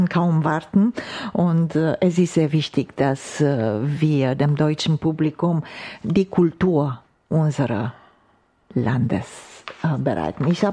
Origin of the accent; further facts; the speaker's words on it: Romania; weil ich kämpfe auch für die kulturelle Brücke von Deutschland zu meiner Heimat Rumänien.